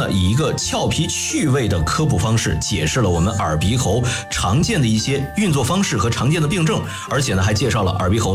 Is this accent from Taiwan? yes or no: no; China; 忍受痛苦难道不是我们中国人的一贯这个习惯吗？